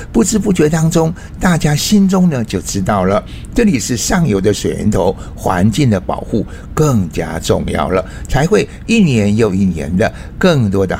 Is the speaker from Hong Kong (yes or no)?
no; Miaoli County, Taiwan; 我老家苗栗县南庄乡蓬莱村，我的家后面就是苗栗县第一高峰，海拔2220的嘉里山。